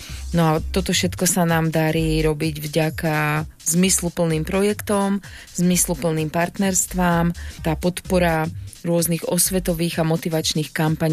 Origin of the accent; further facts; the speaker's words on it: Záhorie, Slovakia; krásu prírody tuto u nás na Záhorí.